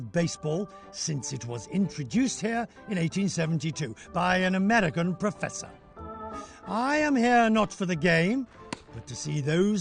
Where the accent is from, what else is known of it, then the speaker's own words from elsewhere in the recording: United Kingdom; After all, I'm British.